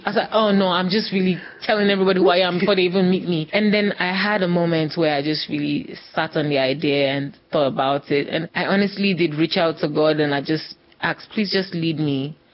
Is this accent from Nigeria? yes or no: yes; Nigeria; We come from Nigeria now. Who wants to be a musician